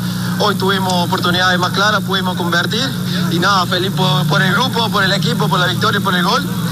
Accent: Argentina; moved away as an adult; now in Guaranda, Ecuador; Mi familia está en Argentina

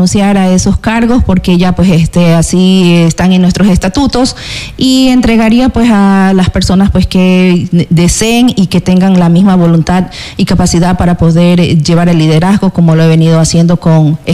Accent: Santa Elena, Ecuador

